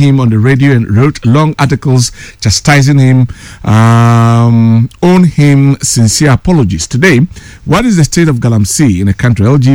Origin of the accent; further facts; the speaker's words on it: Bantama, Ashanti, Ghana; from Bantama in the Sine West District.